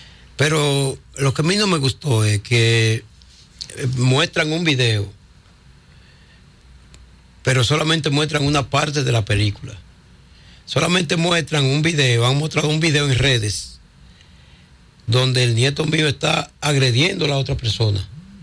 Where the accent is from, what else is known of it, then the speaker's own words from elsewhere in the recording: Bonao, Monseñor Nouel, Dominican Republic; yo soy de Bonao